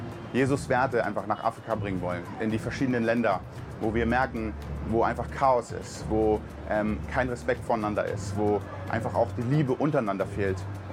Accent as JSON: {"language": "German", "region": "Berlin", "country": "Germany", "said": "Ich komme aus Berlin"}